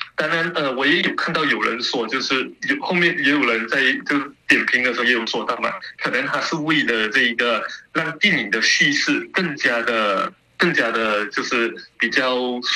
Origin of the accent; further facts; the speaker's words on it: Malaysia; accent: Malaysian; 我用我们马来西亚的口音，